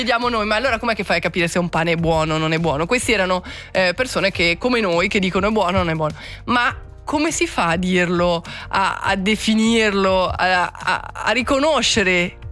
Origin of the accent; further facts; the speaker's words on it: Switzerland; sono svizzero